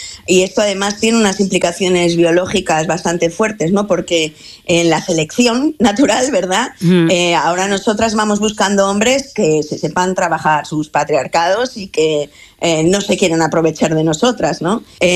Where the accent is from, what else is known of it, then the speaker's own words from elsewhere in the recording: Madrid, Community of Madrid, Spain; yo que me he criado en Madrid, ¿verdad?, toda mi vida